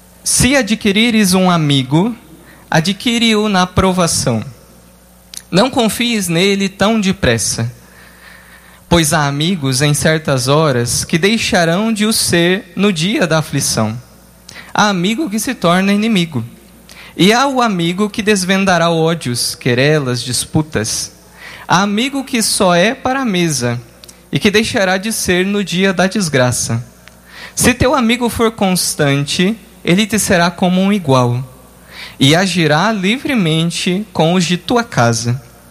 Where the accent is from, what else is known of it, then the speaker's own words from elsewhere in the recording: Rio Azul, Paraná, Brazil; Sou natural de Rio Azul, Paraná